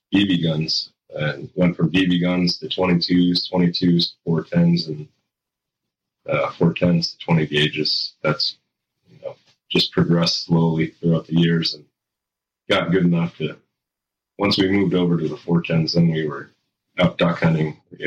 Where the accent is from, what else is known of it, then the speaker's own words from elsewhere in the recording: Utqiagvik, Alaska, United States; Jack's younger brother, 34. I was born and raised here in Iqaluit, Barrow, Alaska.